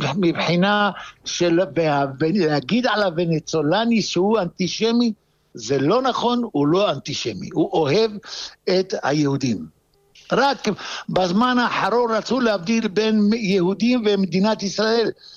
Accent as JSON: {"language": "Hebrew", "town": "Tangier", "region": "Tanger-Tetouan-Al Hoceima", "country": "Morocco", "tie": "born or raised there", "also_born_or_lived": "France / Israel", "moved": "yes", "lives_now": "Venezuela", "said": "אני גדלתי בטנג'יר, זו הייתה עיר בינלאומית. ואחר כך עברתי, גדלתי באוצר התורה, בישיבה של אוצר התורה בטנג'יר, ואחר כך עברתי לצרפת, ואחר כך למדתי בארץ, בישיבת שארית יוסף"}